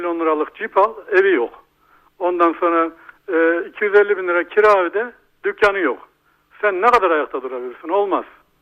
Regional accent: Kayseri, Turkey; now in Ankara, Turkey; Hani çekirdekten esnafız ya abi, Kayserliyiz ya.

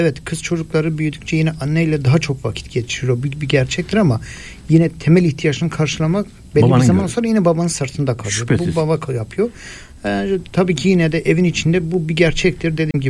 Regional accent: Erzurum, Turkey; born there; moved away as an adult; now in Istanbul, Turkey; Erzurum doğumluyum. 1984. 97'de İstanbul'a geldim. 97'den beri İstanbul'da ikamet etmekteyim.

